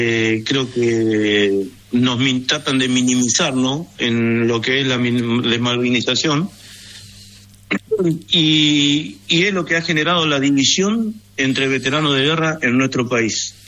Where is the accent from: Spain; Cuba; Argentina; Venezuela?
Argentina; Nosotros como argentinos, como veteranos de guerra, la causa de Malvinas lo hemos puesto muy alto